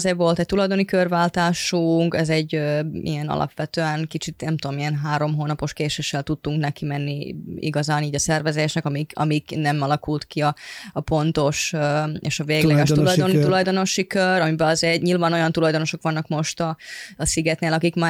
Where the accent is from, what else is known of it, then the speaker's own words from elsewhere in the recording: Finland; Hungarian is a second language; now in Hungary; az lehet azért, mert a Finnországból származok, és ezért országból vagyunk, és így Magyarországon